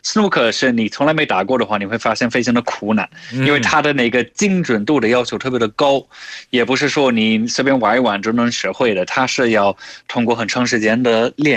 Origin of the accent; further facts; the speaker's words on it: United Kingdom; Chinese is a second language; 我这种来自英国中文普通话说的还可以的人，没准我上辈子就是陕西人。